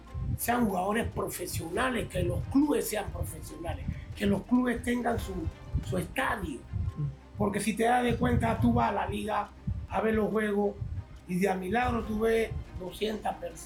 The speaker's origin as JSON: {"language": "Spanish", "country": "Panama", "said": "lo que yo quiero pedirle a mi Panamá"}